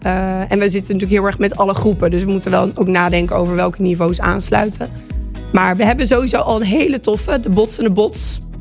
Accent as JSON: {"language": "Dutch", "town": "Rotterdam", "region": "South Holland", "country": "Netherlands", "moved": "as an adult", "lives_now": "Aarlanderveen, Netherlands", "said": "ik ben stadse, ik ben een Rotterdammer, ik ben verhuisd naar Aarlanderveen, een dorp."}